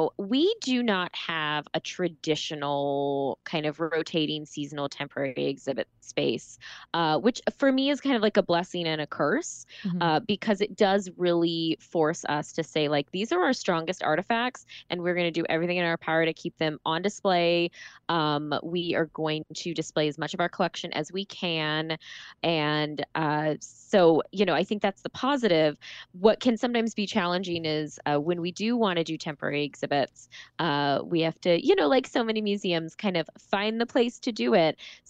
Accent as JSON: {"language": "English", "town": "Las Vegas", "region": "Nevada", "country": "United States", "tie": "born or raised there", "also_born_or_lived": "South Carolina / Massachusetts", "moved": "as an adult", "said": "I grew up in Las Vegas."}